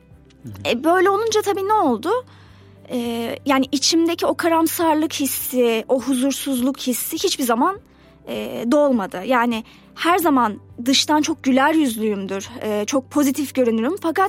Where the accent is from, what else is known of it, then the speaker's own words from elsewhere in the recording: Istanbul, Turkey; born there; Ben 88 doğumluyum. İstanbul'da doğdum. Ailem de yani İstanbul'daydı hep. Müslüman bir aileden geliyorum.